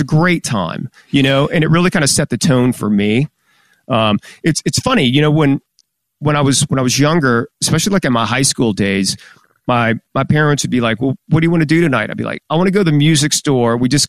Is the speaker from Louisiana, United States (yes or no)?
yes; Baton Rouge, Louisiana, United States; And yeah, then, you know, kind of growing up in Baton Rouge, everybody in my neighborhood was in a band.